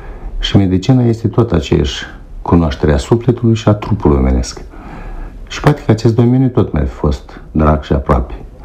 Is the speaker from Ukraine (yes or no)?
no; Dubna, Soroca District, Moldova; Plecasem de la Dubna, din satul meu, ca să intru la medicină, la școala de medicină în Soroca.